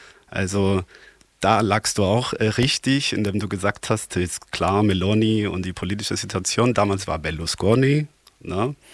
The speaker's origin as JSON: {"language": "German", "region": "Berlin", "country": "Germany", "tie": "born there", "said": "in meiner Jugend in Berlin"}